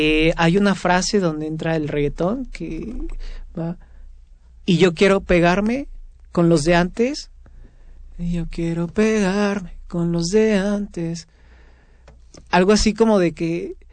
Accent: Puebla, Mexico; allá en Puebla, de donde soy

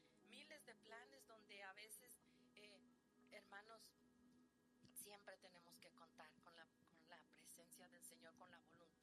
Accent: Mexico; moved away; allá en donde yo nací en la ciudad, allá en México, bueno, mis padres estaban escasos de la palabra, ya que vivíamos en rancherías muy lejanas, donde no llegaba mucho el evangelio

